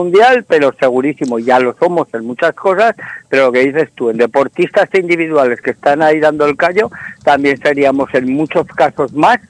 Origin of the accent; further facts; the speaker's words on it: Spain; Somos españoles